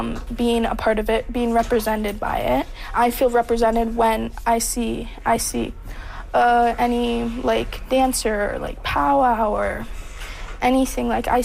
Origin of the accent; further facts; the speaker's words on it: Chisasibi, Quebec, Canada; I'm from the Cree Nation of Chisasabe. It's to acknowledge our people and to like understand that we're not just from like a sad story, that we're not just sad people.